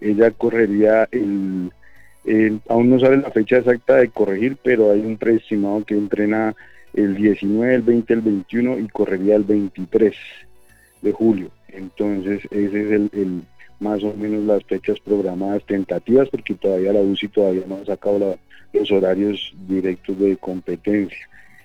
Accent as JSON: {"language": "Spanish", "region": "Boyacá", "country": "Colombia", "tie": "born or raised there", "said": "Nosotros somos oriundos, o sea, aquí tenemos ahí, somos de Boyacá para el mundo. Vivimos, tenemos nuestro hogar en la vereda Romita, que con Linda en, es fronterizo con Duitama. Entonces vivimos en Paita"}